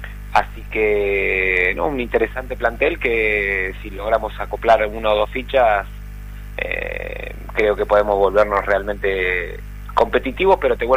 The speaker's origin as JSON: {"language": "Spanish", "town": "Villa Regina", "region": "Río Negro", "country": "Argentina", "said": "yo soy de Regina."}